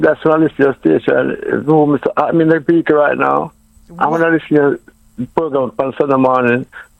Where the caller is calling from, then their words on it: Jamaica; I'm from Jamaica.